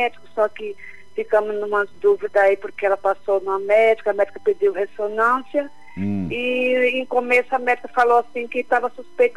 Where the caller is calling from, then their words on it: São Paulo, Brazil; É de São Paulo.